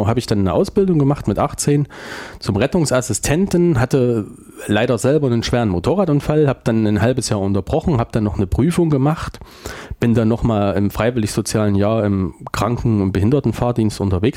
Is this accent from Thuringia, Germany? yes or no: yes; Weimar, Thuringia, Germany; Ich bin gebürtiger Weimarer